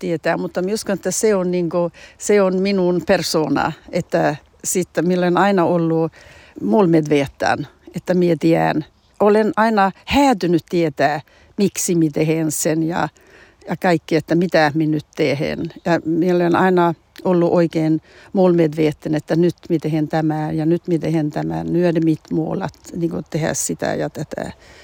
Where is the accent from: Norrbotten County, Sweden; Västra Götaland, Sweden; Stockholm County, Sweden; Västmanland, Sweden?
Norrbotten County, Sweden; mutta en minä usko, että se on niin kuin, että minä olen tornionlaaksolainen